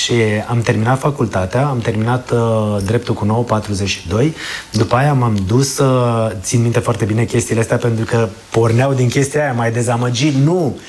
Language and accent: Romanian; Oltenia, Romania; Și am zis, normal, suntem olteni, am venit să facem treabă.